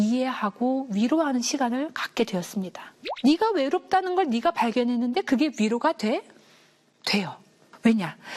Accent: Gongju, South Chungcheong, South Korea; 공주라는 단어였어요. 거기가 제 고향이거든요.

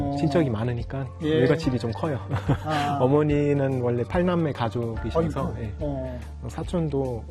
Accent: Germany; Korean is a second language; moved away as an adult; now in South Korea; 예, 아버지는 독일 사람이고 그래서 전 독일에서 태어나고 컸는데 근데 이제 한국 와서 건축가로서 활동하고 있습니다.

